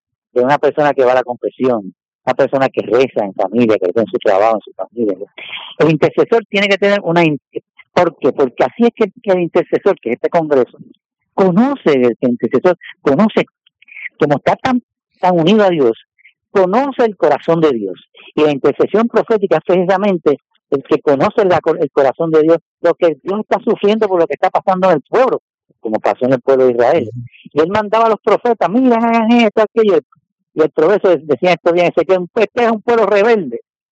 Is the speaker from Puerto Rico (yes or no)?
yes; San Juan, Puerto Rico; y yo soy de San Juan, y venía con un hermano mío